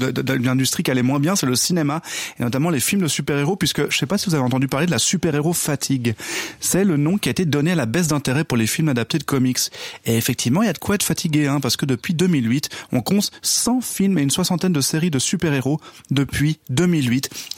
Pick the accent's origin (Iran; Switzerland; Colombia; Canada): Switzerland; Romandy; puisque je suis un des Suisses romans qui compte